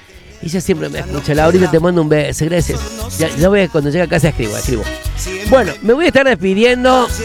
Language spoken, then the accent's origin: Spanish; Córdoba, Argentina; soy cordobés